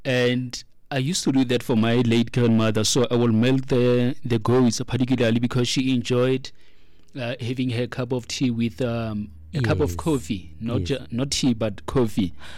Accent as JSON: {"language": "English", "area": "North West Province", "region": "North West", "country": "South Africa", "said": "I come from the Northwest Province."}